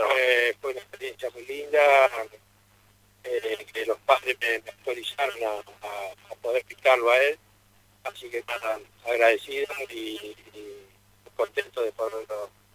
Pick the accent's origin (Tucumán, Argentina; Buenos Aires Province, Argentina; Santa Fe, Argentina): Buenos Aires Province, Argentina; Pilar; soy de Pilar